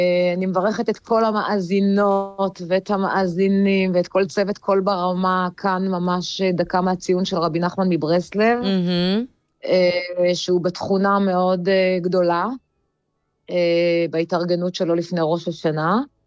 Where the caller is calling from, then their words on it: Ukraine; מאוקראינה.